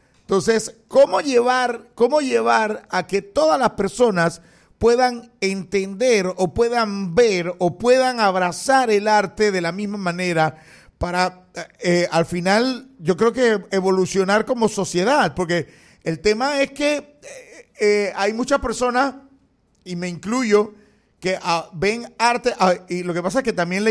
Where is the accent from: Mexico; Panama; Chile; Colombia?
Panama; yo me considero también un panameño de a pie